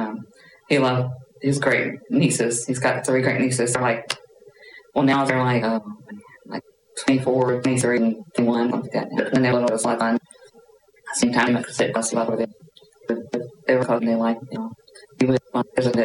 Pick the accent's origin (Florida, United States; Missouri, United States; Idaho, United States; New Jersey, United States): Missouri, United States; born there; also born or lived in Memphis, Tennessee; No, I was born down in Missouri.